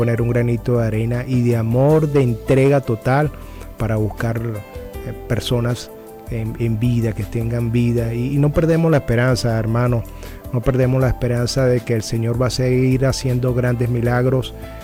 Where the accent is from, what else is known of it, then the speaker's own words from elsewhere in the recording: Venezuela; Somos verdaderos venezolanos.